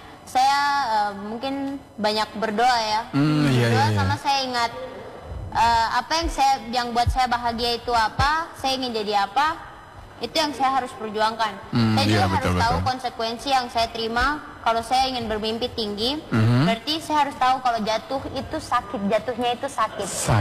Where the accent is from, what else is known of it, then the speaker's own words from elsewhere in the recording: Eastern Indonesia, Indonesia; Apalagi kan kita dari Indonesia Timur kan dikenal